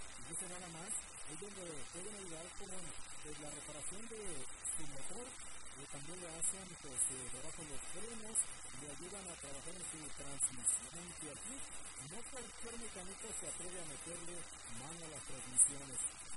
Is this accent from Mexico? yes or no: yes; Mexico; Y yo lo que soy la única mexicana, que podría pedir mi 10% de descuento.